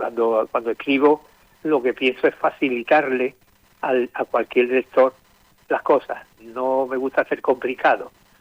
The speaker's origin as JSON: {"language": "Spanish", "town": "Seville", "region": "Andalusia", "country": "Spain", "said": "tengo querencia como sevillano por Cádiz."}